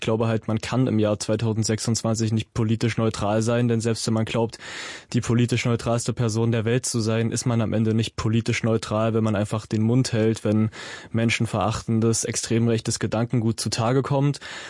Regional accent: East Germany, Germany

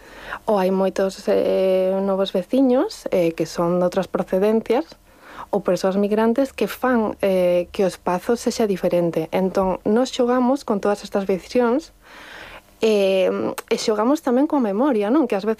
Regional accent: Sanxenxo, Galicia, Spain; now in Barcelona, Spain; Ven porque eu son de San Xenxo, que, como sabedes, é un pobo bastante turístico, e nací na Rúa Progreso. Entón, cando eu chego a Barcelona, múdome alí

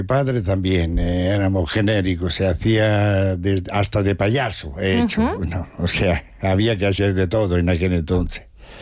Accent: Italy; Spanish is a second language; now in Spain; Quiero mucho a este país como il mio, perché soy casi más español que italiano.

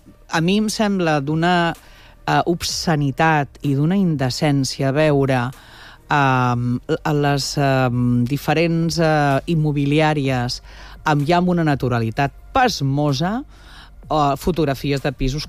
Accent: Barcelona, Catalonia, Spain; El meu barri, que cada vegada quedem menys barcelonins

